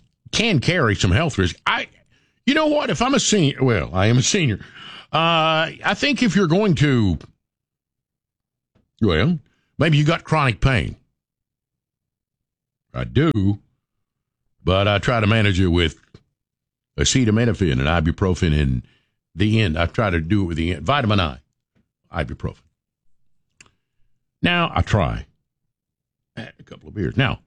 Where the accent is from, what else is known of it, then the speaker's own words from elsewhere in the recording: Tennessee, United States; And growing up in Sevier County, it was very, usually pretty easy to find some Cosby Crypto, some homegrown.